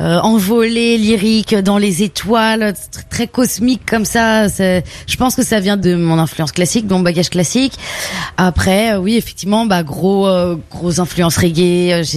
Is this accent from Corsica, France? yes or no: no; Brittany, France; born there; Alors déjà, moi je suis le fruit du métissage. Ma mère est brésilienne, je suis née en Bretagne.